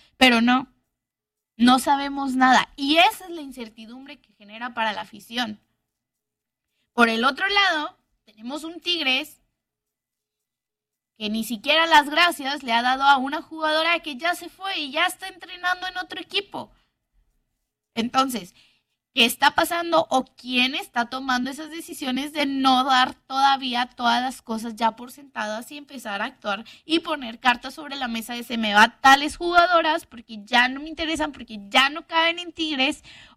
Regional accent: Monterrey, Nuevo León, Mexico; como regia que apoya a los dos equipos

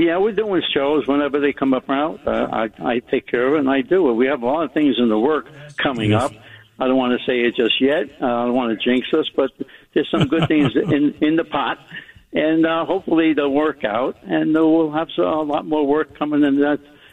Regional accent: Brooklyn, New York, United States; In Bensonhurst, Brooklyn.

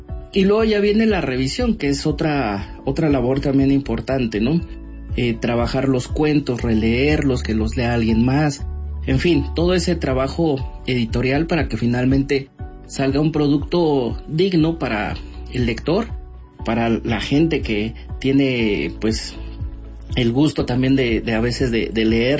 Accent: Mexico

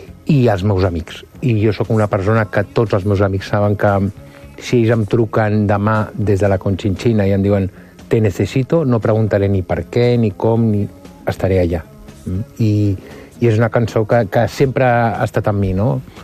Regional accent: Barcelona, Catalonia, Spain; sóc de jesuïtes de Sarrià, o sigui, sí, vinc d'una família de classe mitja alta de la ciutat de Barcelona, molt clàssica i molt típica, no?

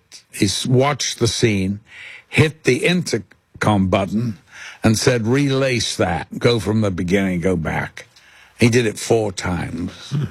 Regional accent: Liverpool, North West England, United Kingdom; I'm from Liverpool.

